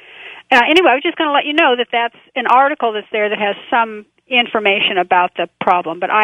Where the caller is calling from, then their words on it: California, United States; I'm in California.